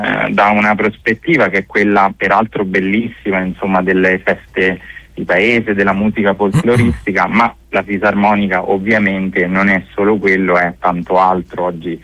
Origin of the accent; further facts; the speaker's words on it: Valmontone, Lazio, Italy; Assolutamente sono di Valmontone